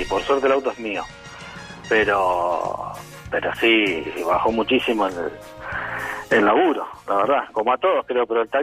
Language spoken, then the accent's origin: Spanish; Lanús, Buenos Aires Province, Argentina; Soy de Lanús.